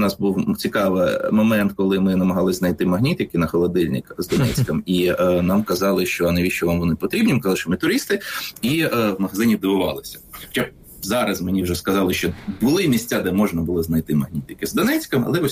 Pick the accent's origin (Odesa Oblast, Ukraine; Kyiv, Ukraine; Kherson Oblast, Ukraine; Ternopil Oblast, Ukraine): Kyiv, Ukraine; Я з Києва.